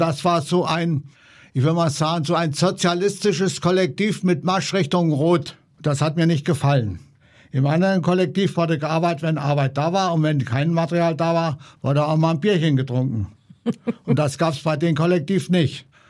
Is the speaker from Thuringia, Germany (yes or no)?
yes; Ifta, Thuringia, Germany; schon 71 Jahre alt geworden. Bin ein Kind der DDR. Bin an der Grenze aufgewachsen, im schönen Ifta, an der innerdeutschen Grenze.